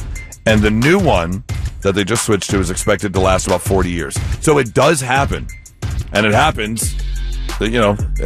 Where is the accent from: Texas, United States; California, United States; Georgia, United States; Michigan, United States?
Michigan, United States; now in Ohio, United States; growing up in Michigan